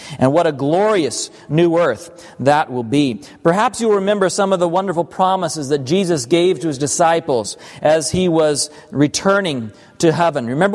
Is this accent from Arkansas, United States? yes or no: yes; Arkansas, United States; I told them that I'm from Arkansas. I grew up in Arkansas.